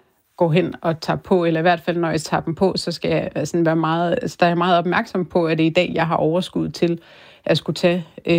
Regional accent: Greenland; i og med, at jeg er grønlænder.

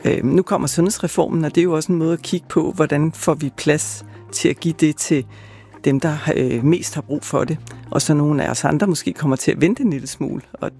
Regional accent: Capital Region of Denmark, Denmark

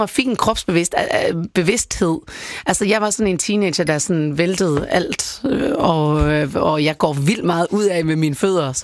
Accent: Skanderborg, Central Denmark Region, Denmark; jeg kommer jo fra Skanderborg, jeg kommer fra Jylland.

